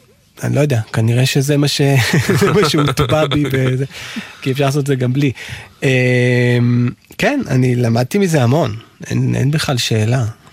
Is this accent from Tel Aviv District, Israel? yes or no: yes; Tel Aviv, Tel Aviv District, Israel; born there; נולדתי בתל אביב לפני 50 שנה.